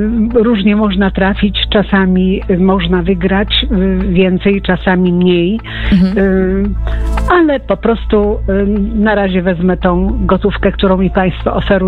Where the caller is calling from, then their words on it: Liskowice, Lower Silesian Voivodeship, Poland; to są Liskowice. Teraz niedaleko Wrocławia.